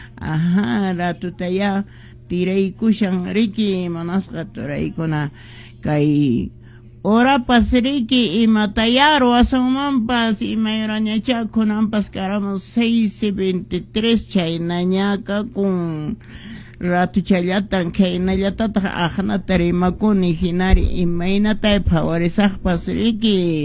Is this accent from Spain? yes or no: no; Cusco, Peru; ¿Dónde están nuestros hermanos que somos de Cusco, de somos Perú, peruanos?